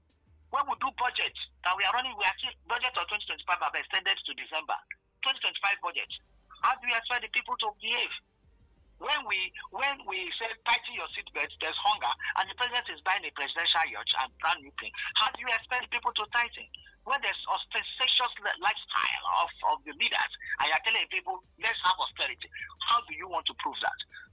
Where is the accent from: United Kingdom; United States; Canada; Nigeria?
Nigeria; Warri, Delta; I grew up in Warri.